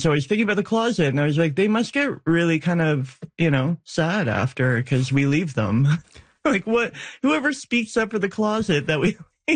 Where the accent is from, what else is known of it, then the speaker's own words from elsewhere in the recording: Peterborough, Ontario, Canada; I'm from Peterborough.